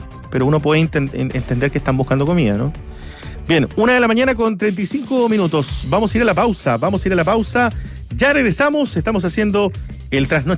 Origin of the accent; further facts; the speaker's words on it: Magallanes and Chilean Antarctica, Chile; moved away; yo vengo de la región de Magallanes